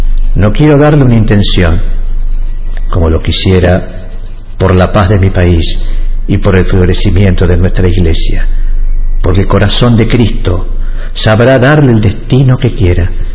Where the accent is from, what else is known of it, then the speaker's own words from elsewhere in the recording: El Salvador; Dado que como salvadoreño y arzobispo de la arquidiócesis de San Salvador, tengo la obligación de velar porque reine la fe y la justicia en mi país.